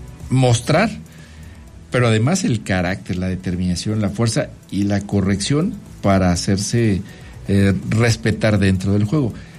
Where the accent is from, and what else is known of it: Mexico